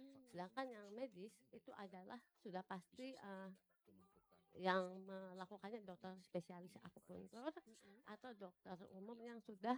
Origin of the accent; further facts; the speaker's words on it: Kupang, East Nusa Tenggara, Indonesia; kembali ke Kupang ya. Saya anak daerah asli Kupang.